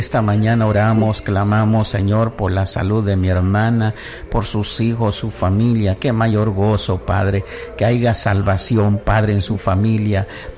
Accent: San Luis Potosí, Mexico; moved away; Yo soy originario de la Huasteca Potosina. Y en cualquier momento algún hermano huasteco me puede hablar en huasteco, así es que no se le haga raro, porque allá se habla en huasteco

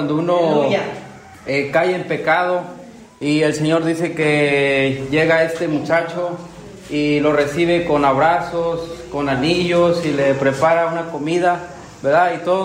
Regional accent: Xilitla, San Luis Potosí, Mexico; Yo vengo de Gilitla y es una bendición estar con ustedes.

